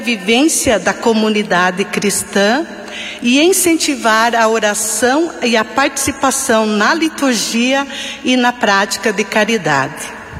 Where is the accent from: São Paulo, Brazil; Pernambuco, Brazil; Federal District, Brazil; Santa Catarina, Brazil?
Santa Catarina, Brazil; Timbó Grande; moved away as an adult; now in Santa Cecília, Brazil; Eu sou de lá do Buriti, Timbó Grande.